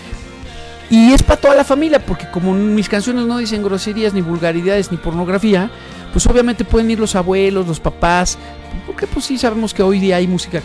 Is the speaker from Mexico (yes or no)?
yes; Yucatán, Mexico; Mi abuela era de acá, mi mamá creció en Puebla también, y mi papá era de Monterrey y yo yucateco, entonces soy cosmopolita total.